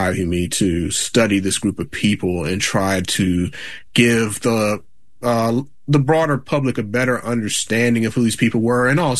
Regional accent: Virginia, United States; I grew up in Virginia as well.

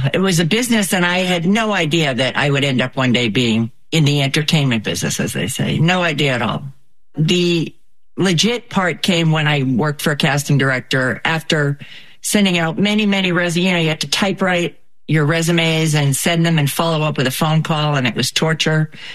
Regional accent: Massachusetts, United States; so I grew up in Massachusetts.

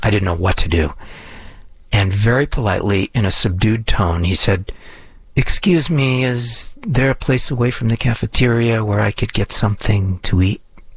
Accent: Los Angeles, California, United States; born there; I was born in Los Angeles, where I still live.

